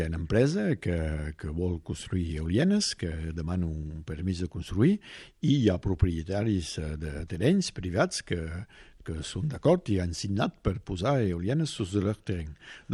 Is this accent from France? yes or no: yes; Fourques, Occitania, France; jo em vaig regalar a Forques, és el meu poble.